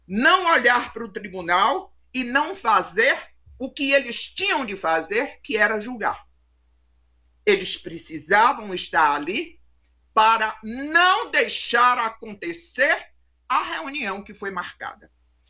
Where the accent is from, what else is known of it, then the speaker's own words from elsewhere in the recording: Brazil; Porque é do meu interesse, como brasileira, como magistrada que fui